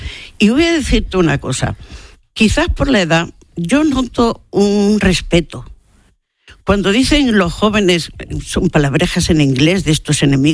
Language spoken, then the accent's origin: Spanish; Andalusia, Spain; Y toco madera como buena andaluza, no lo he sufrido.